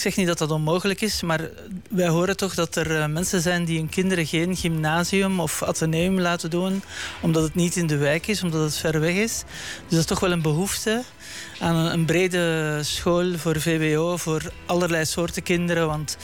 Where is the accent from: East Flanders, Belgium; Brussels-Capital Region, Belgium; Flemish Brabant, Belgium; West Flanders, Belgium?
Brussels-Capital Region, Belgium; Brussels; moved away as an adult; now in The Hague, Netherlands; net zoals vele andere hagenaars of hagenezen, wat je ook moet zeggen. Kom ik niet uit Den Haag zelf, maar ik kom uit Vlaanderen.